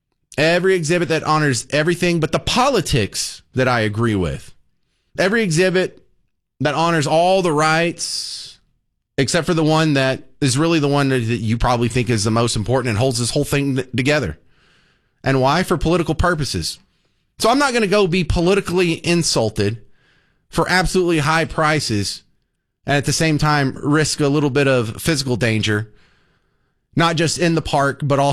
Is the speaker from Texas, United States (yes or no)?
yes; Texas, United States; I am a Texan